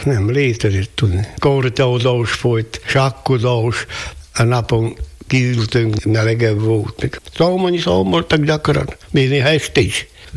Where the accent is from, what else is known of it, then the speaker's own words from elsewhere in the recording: Borsod-Abaúj-Zemplén, Hungary; Hova valók vagyunk? A Tornai arra.